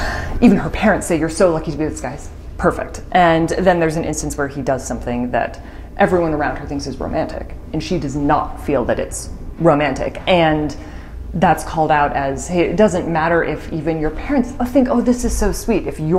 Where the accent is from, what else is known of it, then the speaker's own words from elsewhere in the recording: Hudson, United States; I had a really wonderful, lovely experience growing up in Hudson, and I had a great family life and wonderful friends